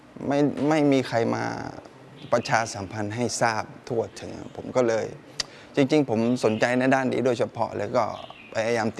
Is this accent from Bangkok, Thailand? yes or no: no; Yala, Thailand; บ้านอยู่ท่าสาบอำเภอเมืองเป็นคนยะลาโดยกำเนิดครับ